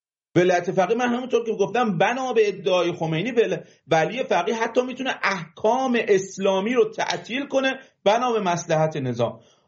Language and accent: Persian; Mazandaran, Iran; چون بچه مازندرانم